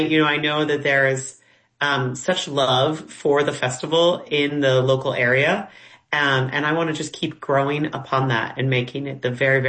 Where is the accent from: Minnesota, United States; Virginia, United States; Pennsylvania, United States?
Minnesota, United States; moved away as an adult; now in Los Angeles, United States; I'm from Minnesota originally, and I moved to Los Angeles to attend USC